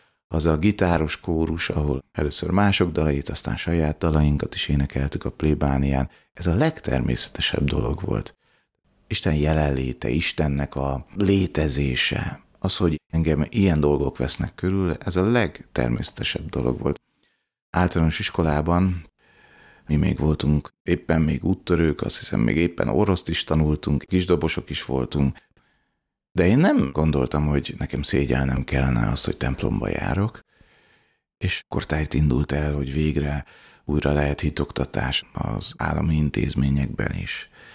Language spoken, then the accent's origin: Hungarian; Budapest, Hungary; Egy 4 gyermekes családba születtem, szüleim nagyon-nagyon hittel neveltek bennünket.